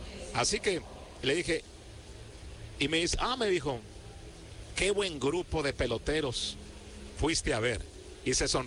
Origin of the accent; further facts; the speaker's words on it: Tijuana, Baja California, Mexico; porque yo lo vi jugar en Anaheim muchas veces, de chamaco. Ese era nuestro territorio para los que somos de Tijuana, de ir a la Liga Americana